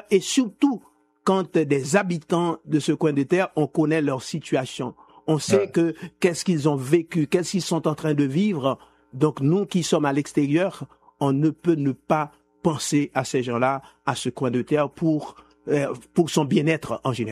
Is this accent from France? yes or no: no; Haiti; born there; moved away; Moi, tu sais que je suis né en Haïti. Ça fait longtemps que je suis ici.